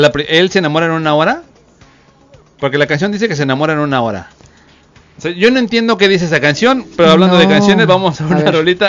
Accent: Mexico City, Mexico; Soy chilango

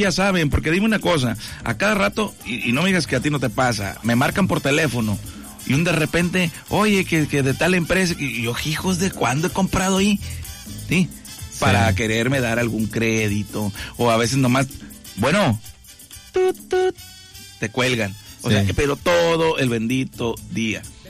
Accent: Mexico

